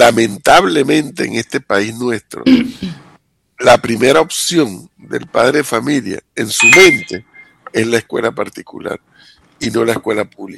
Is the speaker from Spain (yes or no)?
no; Panama; como un panameño más de miembro de esta sociedad